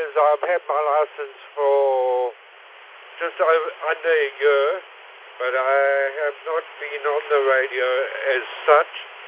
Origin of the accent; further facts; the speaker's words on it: Durban, KwaZulu-Natal, South Africa; accent: South African; moved away as an adult; also born or lived in Johannesburg; now in South East England, United Kingdom; Yes, I grew up in Durban, but in my later years I resided in Johannesburg